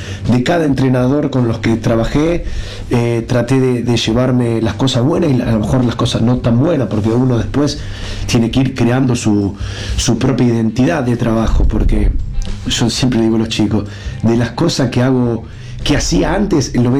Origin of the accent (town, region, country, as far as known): Arequito, Santa Fe, Argentina; born or raised there; also born or lived in Buenos Aires; now in Perugia, Italy